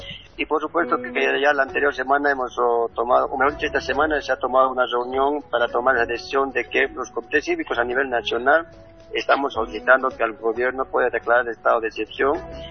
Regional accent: Bolivia; los bolivianos

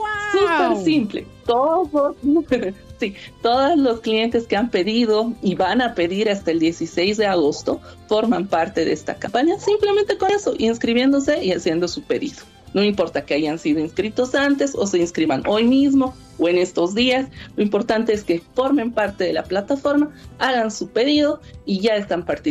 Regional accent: Bolivia; nosotros, que somos bolivianos

